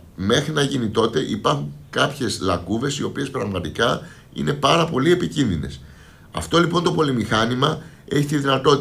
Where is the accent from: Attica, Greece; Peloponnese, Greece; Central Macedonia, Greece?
Attica, Greece; Nea Filadelfeia; Εγώ εκεί γεννήθηκα. Εκεί πήγαινα σχολείο. Εκεί είχα την επαγγελματική μου δραστηριότητα.